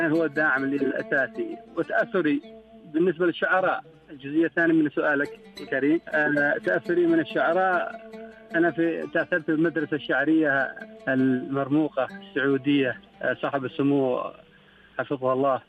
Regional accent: Dhofar, Oman; first language Shehri (Jibbali); Arabic is a second language; ولا زالت محافظة عليها هنا في إغليم ظفار

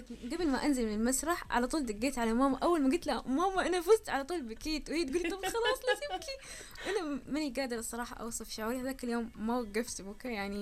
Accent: Medina, Medina Province, Saudi Arabia; لأنه أنا أول شيء من المدينة

